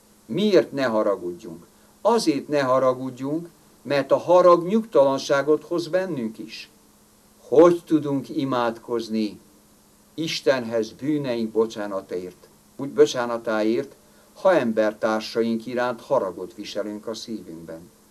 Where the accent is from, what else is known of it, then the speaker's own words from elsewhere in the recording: Hungary; én magyar vagyok, én beszélek több nyelvet is